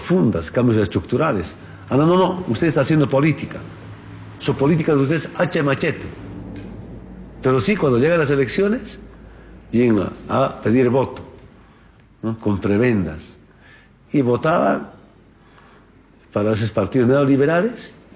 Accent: Orinoco, Oruro, Bolivia; moved away; also born or lived in Chapare; Yo escuchaba ya, como adolescente en Orinoco, que mi tierra de origen

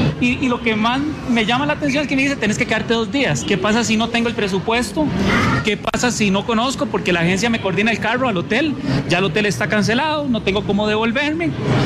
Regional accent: Costa Rica; Entonces uno como tico dice, ¿qué estamos haciendo, verdad?

